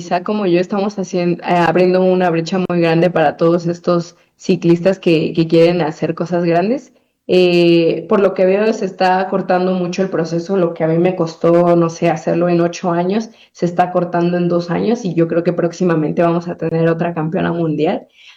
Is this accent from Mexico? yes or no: yes; Mexico